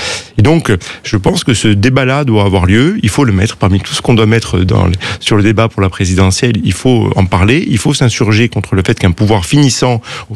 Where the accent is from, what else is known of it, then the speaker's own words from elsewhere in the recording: Corsica, France; Non, je suis Corse. J'ai pas de maison en Corse, je suis Corse.